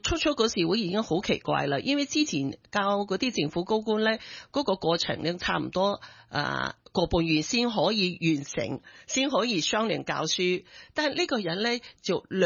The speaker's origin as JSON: {"language": "Cantonese", "country": "Hong Kong", "said": "我哋香港人"}